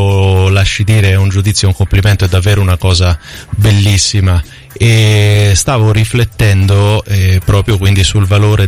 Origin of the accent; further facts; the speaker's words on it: Marche, Italy; sono anch'io marchigiano come lei, sei quel saper fare marchigiano